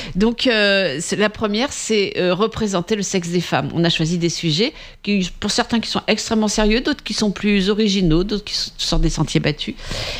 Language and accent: French; Nouvelle-Aquitaine, France; moi, je suis originaire du Périgord